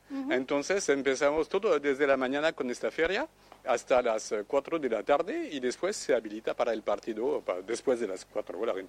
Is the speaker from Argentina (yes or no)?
no; France; now in Paraguay; Yo obviamente como francés voy más para Francia, ¿eh?